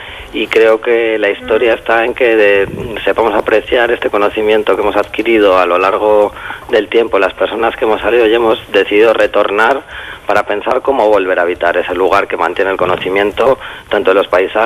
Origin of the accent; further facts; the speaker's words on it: Berlanga del Duero, Castile and León, Spain; Berlanga del Duero con una densidad de población de 800 habitantes, sí. Pues sí que realicé la ESO en mi pueblo, luego tuve que ir a Burgos de Osma, un pueblo más grande.